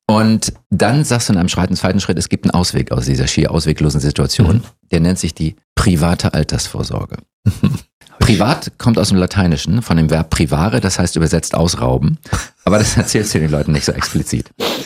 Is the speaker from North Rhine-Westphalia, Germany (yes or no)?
no; Norderstedt, Schleswig-Holstein, Germany